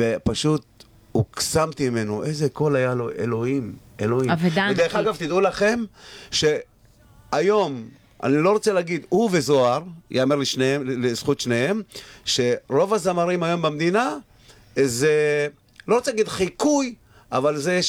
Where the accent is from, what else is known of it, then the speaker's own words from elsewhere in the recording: Elyakhin, Haifa District, Israel; גדלתי באליכין, שזה ליד חדרה